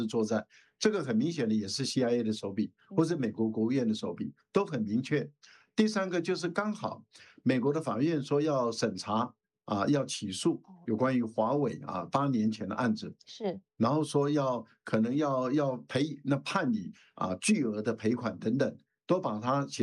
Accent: Taiwan; 我们台湾人

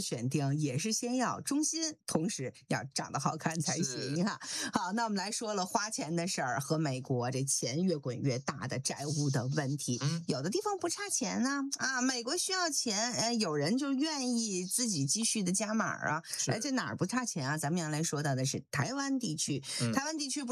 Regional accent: China

